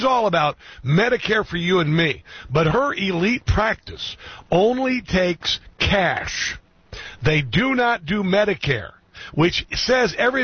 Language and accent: English; Iowa, United States; Or farmers in Iowa. I'm from Iowa.